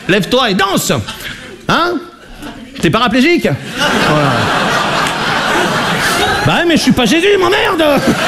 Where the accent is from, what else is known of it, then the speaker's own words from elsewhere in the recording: Brittany, France; je suis breton, j'ai 20 ans.